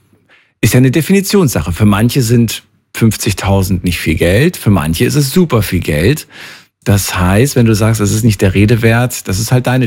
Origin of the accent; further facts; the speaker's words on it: Karlsruhe, Baden-Württemberg, Germany; Ich komme aus der Ecke Karlsruh